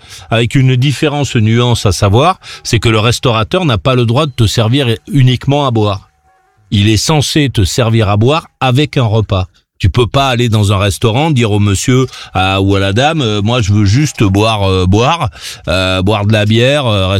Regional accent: France; chez nous en France

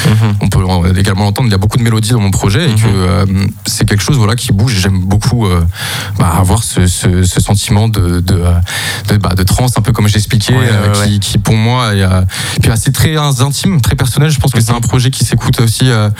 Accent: Lyon, Auvergne-Rhône-Alpes, France; moi, je suis lyonnais aussi avant tout.

